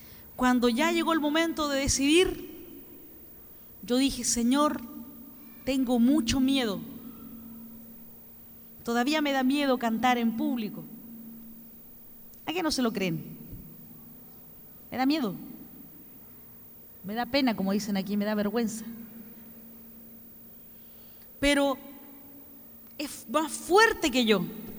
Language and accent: Spanish; Chile